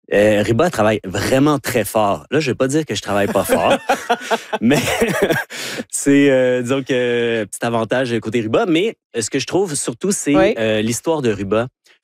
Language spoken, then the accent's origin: French; Vanier, Canada; born there; Oui, je suis né à Vanier, en face du marché du Star. Donc, je suis un deuxième génération.